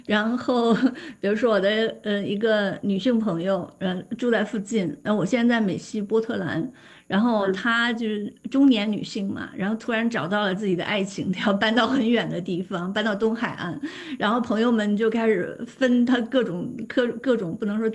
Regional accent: China; 就尤其是像我们中国人嘛

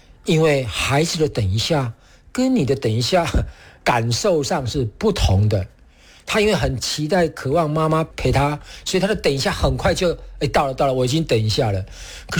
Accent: Taiwan; 也是结构式游戏治疗的创始人，游戏式教养的倡导者

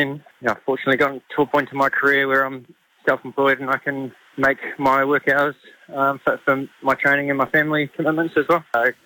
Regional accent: Dunedin, Otago, New Zealand; moved away as an adult; now in Christchurch, New Zealand; I grew up in Dunedin, so that's my hometown. I love Dunedin, but I really love Christchurch, so raising my family here

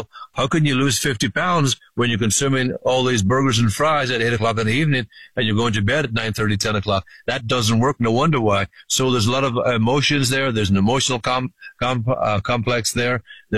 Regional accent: Ireland; now in United States

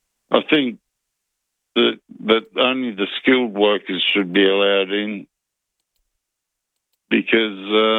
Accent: Newcastle, New South Wales, Australia; born there; Because I was born in Newcastle

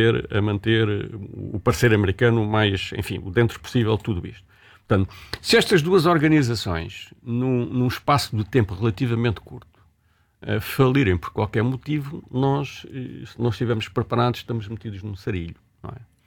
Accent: Alcácer do Sal, Alentejo, Portugal; eu sou alentejano, sou ali da zona da costa do Alcácer do Sal e conheço bem a costa vicentina

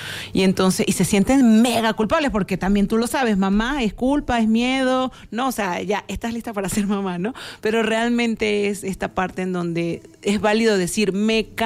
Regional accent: Venezuela; Soy venezolana.

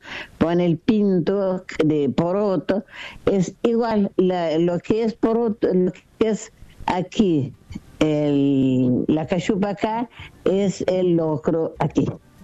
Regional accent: Cape Verde; es pobre. Pero es pobre de tener, pero es rico de gente. Te reciben, bueno, sabes, amo. No por ser mi tierra, pero amo esta gente, sí.

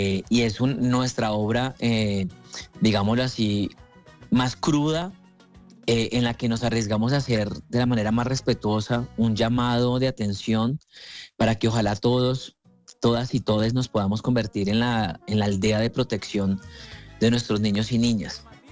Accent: Colombia

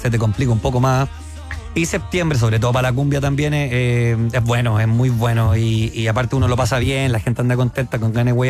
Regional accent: Chile

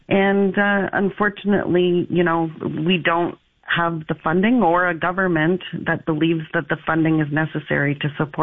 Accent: Windsor, Ontario, Canada; And right now, I come from Windsor. I'm from the Greater Essex County District School Board.

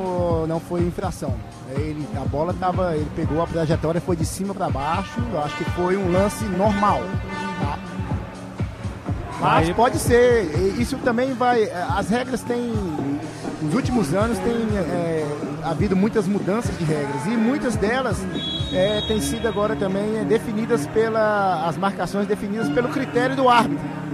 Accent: Timóteo, Minas Gerais, Brazil; lá em Timóteo, na minha cidade

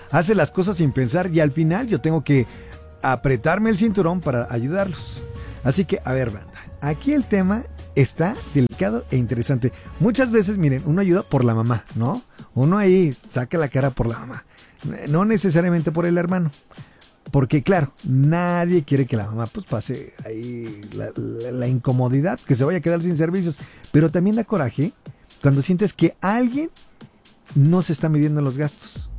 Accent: Oaxaca, Mexico; now in Puebla, Mexico; Yo soy de Oaxaca, pero por trabajo vivo aquí en Puebla.

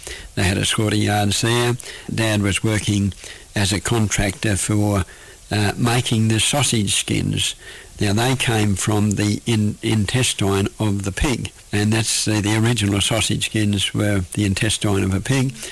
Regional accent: Bellingen, New South Wales, Australia; born there; I was born in Bellingen at a private hospital, Kalani, in William Street, Bellingen.

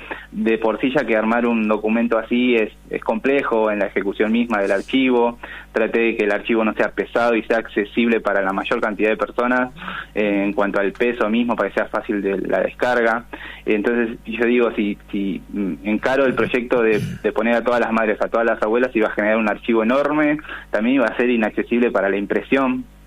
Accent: Argentina; nosotros como argentinos

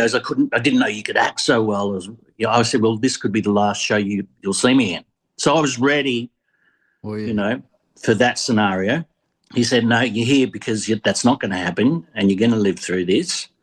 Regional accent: Richmond, Victoria, Australia; also born or lived in East Doncaster; well, I grew up in Richmond, which was very Greek at the time, and I went to Richmond High School, and there was probably 90% Greeks there.

